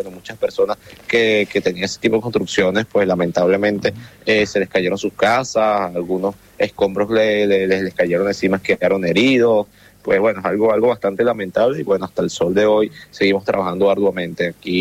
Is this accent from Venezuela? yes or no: yes; Venezuela; now in Guatire, Venezuela